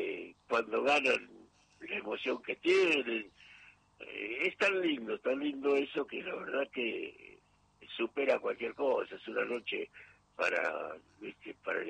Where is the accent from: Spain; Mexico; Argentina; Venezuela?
Argentina